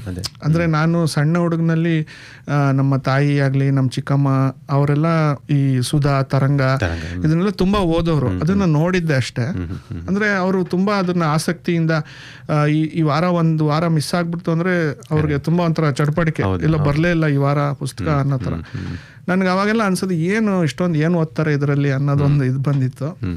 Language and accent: Kannada; Tumakuru, Karnataka, India; moved away as an adult; now in Bengaluru, India; ನಾನು ಮೂಲತಃ ಬೆಂಗಳೂರಲ್ಲಿ ಹುಟ್ಟಿದ್ದು, ಆಮೇಲೆ ನನ್ನ ಓದು ಮತ್ತು ನನ್ನ ಬೆಳವಣಿಗೆ ಎಲ್ಲ ತುಮಕೂರಲ್ಲಿ ನಡೀತು. ನಮ್ಮ ತಂದೆ ಪೊಲೀಸ್ ವೃತ್ತಿಯಲ್ಲಿ ಇದ್ದಿದ್ದರಿಂದ ಅವ್ರಿಗೆ ಬೆಂಗಳೂರಿಂದ ತುಮಕೂರಿಗೆ ವರ್ಗಾವಣೆ ಆಗಿ ನನ್ನ ಸ್ಕೂಲಿಂಗು ಮತ್ತು ಕಾಲೇಜು ಎಲ್ಲನೂ ನಾನು ತುಮಕೂರಿನಲ್ಲೇ ಮಾಡಿದೆ.